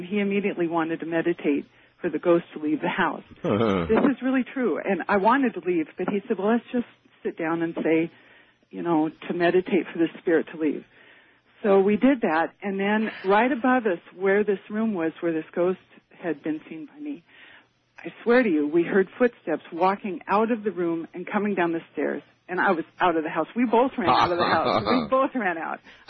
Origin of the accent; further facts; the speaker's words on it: Portland, Oregon, United States; now in Eugene, United States; I'm originally from Portland.